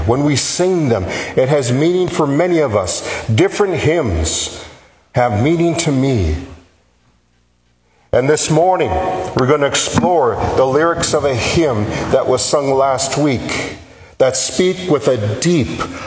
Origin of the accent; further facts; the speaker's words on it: Minnesota, United States; now in Nome, United States; I grew up in Minnesota.